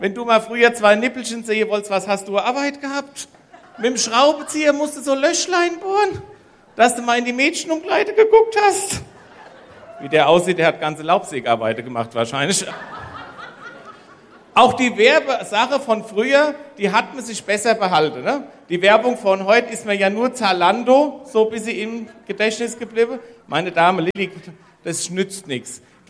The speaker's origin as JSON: {"language": "German", "region": "Hesse", "country": "Germany", "said": "Wir haben ja noch Hausgeburte bei uns in Oberhessen. Ich komme jetzt wirklich auch aus Oberhessen. Da kennt man das noch."}